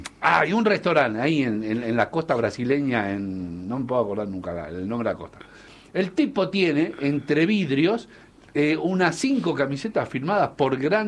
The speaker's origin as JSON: {"language": "Spanish", "region": "Salta", "country": "Argentina", "said": "¿De dónde sos vos? Yo soy de Salta, pero hace años que vivo acá."}